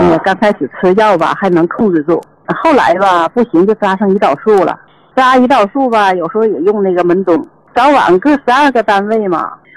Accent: Shenyang, Liaoning, China; 我家是沈阳的。

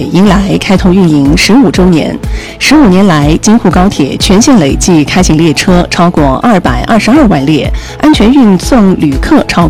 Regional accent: Xinjiang, China

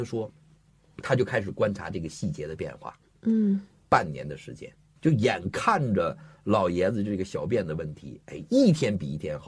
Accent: China

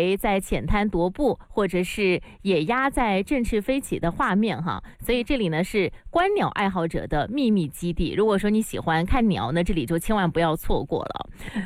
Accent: Guangdong, China; 我觉得我们广东人可能对这种金黄色的树木哈会很有感觉，因为平时不怎么看到

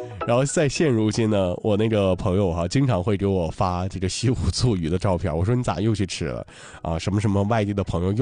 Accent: Dalian, Liaoning, China; 咱们北方啊，尤其是咱们大连人

